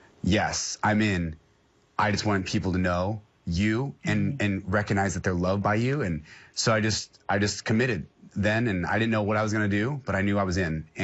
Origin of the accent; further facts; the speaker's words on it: Los Angeles, California, United States; I'm from Los Angeles, California.